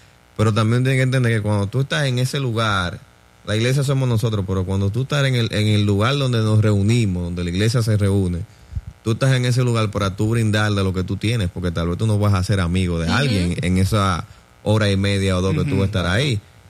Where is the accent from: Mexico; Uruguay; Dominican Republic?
Dominican Republic; moved away; Por ejemplo, yo que nací y crecí en Dominicana con mi hermano y familia, nos mudamos aquí, no es fácil.